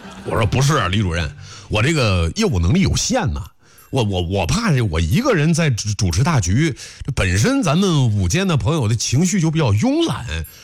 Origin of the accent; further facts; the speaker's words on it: Henan, China; 还是咱们河南人啊？